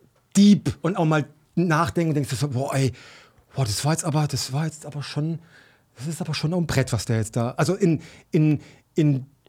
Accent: Rhine-Neckar, Germany; Südbaden und so weiter und Mannem und Ludwigshafen und Heidelberg, und da, das ist die Ecke, wo ich auch herkomme.

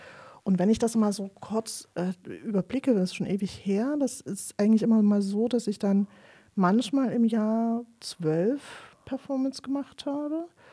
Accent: Leipzig, Saxony, Germany; Ich bin Leipzigerin. Ich bin hier in der Nähe aufgewachsen, wo Radio Blausche ist. Ich habe einen extremen Lokalpatriotismus, pipapo. Jedenfalls bin ich in Leipzig groß geworden.

